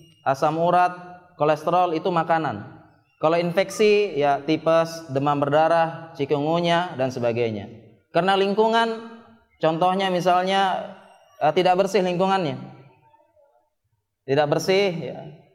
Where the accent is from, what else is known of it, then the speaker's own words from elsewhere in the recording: Lombok, West Nusa Tenggara, Indonesia; moved away; Ke Lombok, tempat dasar daerah asal saya.